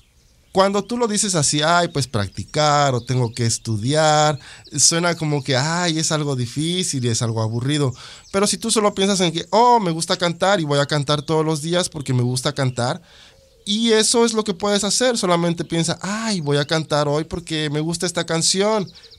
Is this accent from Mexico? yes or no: yes; Mexico; Bueno, como mexicano, como descendiente de Xochimilcas otomís, como hablante también de lengua tzotzil, y como mexicano pero como persona simplemente soy una persona única